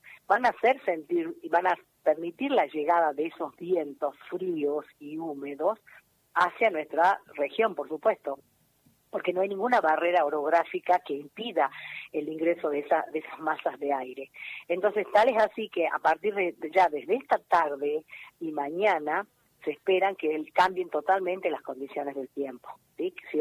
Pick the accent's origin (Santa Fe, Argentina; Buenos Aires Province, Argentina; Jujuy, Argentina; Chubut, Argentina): Jujuy, Argentina